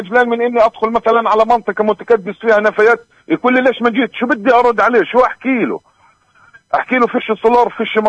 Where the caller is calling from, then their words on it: West Bank, Palestine; ولا إحنا مش فلسطينية،